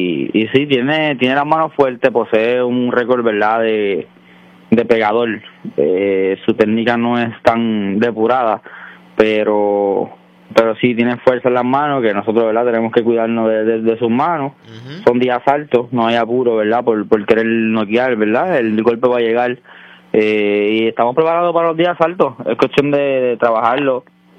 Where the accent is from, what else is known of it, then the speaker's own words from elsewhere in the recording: Aguadilla, Puerto Rico; Sí, de aquí, del Cerro Calero.